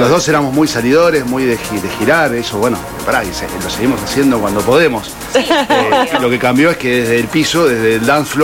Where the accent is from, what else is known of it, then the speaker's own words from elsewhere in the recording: Buenos Aires, Argentina; Bueno, yo soy de Buenos Aires